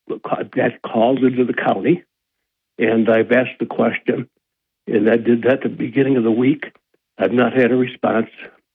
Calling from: Binghamton, New York, United States; I'm calling from Binghamton, New York.

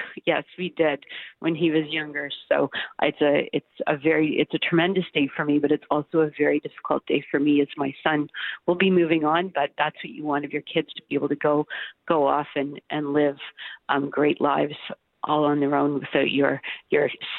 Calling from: Oshawa, Ontario, Canada; Well, I'm phoning in from Oshawa

